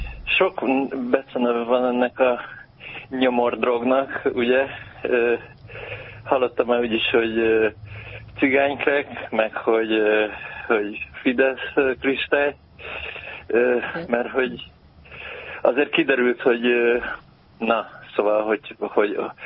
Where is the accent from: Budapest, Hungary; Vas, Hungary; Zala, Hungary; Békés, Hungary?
Budapest, Hungary; az ötödik kerületben születtem, itt nőttem föl